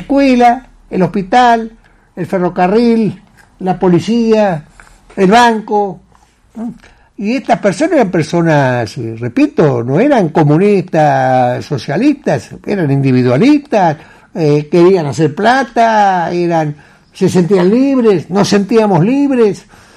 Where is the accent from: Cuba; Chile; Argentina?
Argentina; Sunchales, Santa Fe; moved away; cuando vivía en Sunchales, yo iba a la escuela donde éramos muy felices, con las maestras, con los chicos, donde aprendíamos el oficio de vivir. Iba a la escuela pública. Había 3 escuelas públicas en mi pueblo.